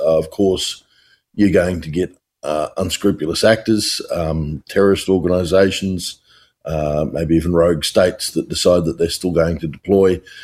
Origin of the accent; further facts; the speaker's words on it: Australia; as an Australian